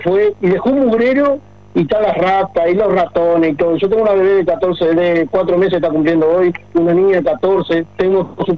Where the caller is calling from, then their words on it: Maldonado, Uruguay; nosotros venimos acá de Benedetti, hace como 2 meses o 3 que venimos